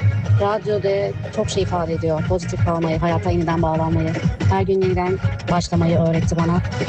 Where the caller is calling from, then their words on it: Ankara, Turkey; Ankara'dan selamlar. Yarın benim de doğum günüm ama.